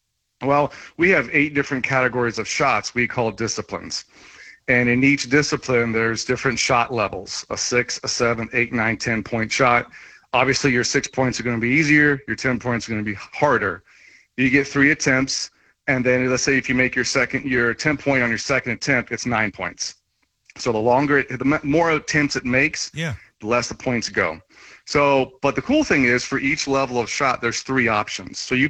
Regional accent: Wilmington, United States; I grew up in Wilmington, and the house we grew up in had a pool table.

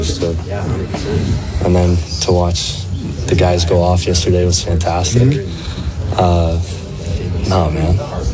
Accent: Mississippi, United States; I'm from Mississippi.

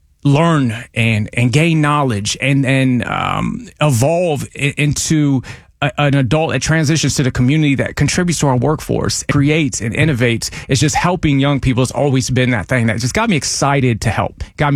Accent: Pinellas County, Florida, United States; I was born and raised in Pinellas County, not someone who just came here. I am this county

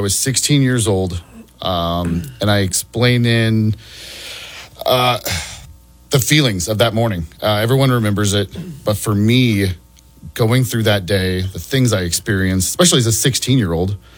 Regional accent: Bartley, Nebraska, United States; Bartley, Nebraska.

